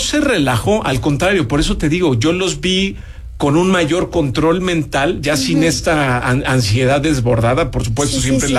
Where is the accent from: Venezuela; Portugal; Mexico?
Mexico; Terminamos entendiendo como mexicanos la diferencia